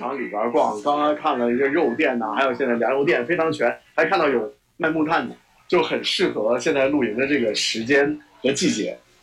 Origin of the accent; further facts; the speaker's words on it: Henan, China; 咱们河南人喜欢吃面啊，喜欢吃面。